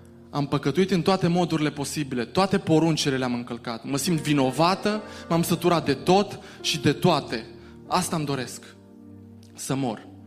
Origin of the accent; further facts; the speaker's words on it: Baia Mare, Maramureș County, Romania; O fată din Baia Mare, eu sunt din Baia Mare, apropo, o fată din Baia Mare s-a aruncat de la etajul 7